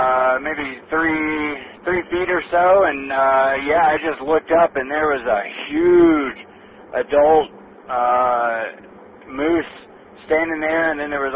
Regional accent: Tennessee, United States; moved away; we don't have moose where I grew up in Tennessee

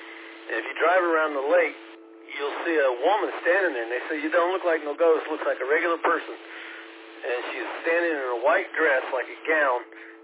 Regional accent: Dallas, Texas, United States; I grew up around White Rock Lake

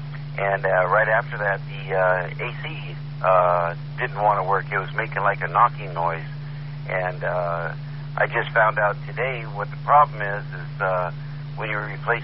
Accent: Midwest, United States; I never heard of the popcorn test on the seed, and I grew up in the Midwest, so that's a new one on me.

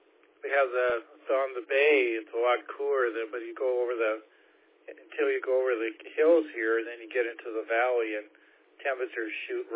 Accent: Seattle, Washington, United States; also born or lived in Concord; now in California, United States; I grew up in Seattle, but I wouldn't move back because of the rain. There's too much rain up there.

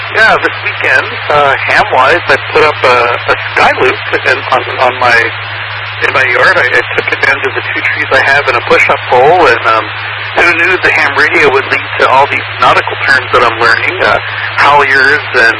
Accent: Folsom, California, United States; now in Freeland, United States; I'm from Folsom. I moved up here to Freeland and Whidbey Island in the last year, but I used to be in Folsom, which is right next door to El Dorado Hills.

